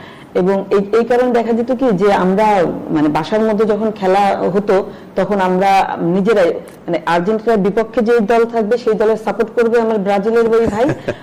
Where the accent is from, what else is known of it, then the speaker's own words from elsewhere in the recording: Rajbari, Dhaka Division, Bangladesh; now in Dhaka, Bangladesh; রাজবাড়ী হচ্ছে আমার home district, তো রাজবাড়িতে আমাদের স্টেডিয়ামের পাশে বাসা থাকার কারণে খেলাধুলার একটা আবহে বড় হয়েছি